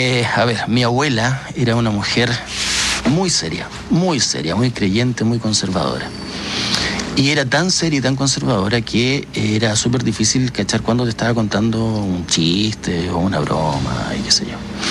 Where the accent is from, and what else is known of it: Magallanes and Chilean Antarctica, Chile